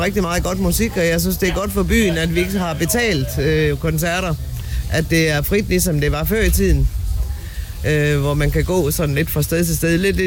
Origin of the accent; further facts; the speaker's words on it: Silkeborg, Central Denmark Region, Denmark; Jeg er født og opvokset her i Silkeborg.